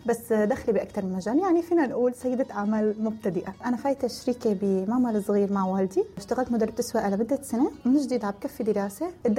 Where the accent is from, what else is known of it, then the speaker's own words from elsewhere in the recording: Syria; moved away as an adult; now in Turkey; أنا طلعت من سوريا مثل كل إحنا مواليد التسعينات، ما قدرت كفي جامعتي، أخذت البكالوريا طلعت لتركيا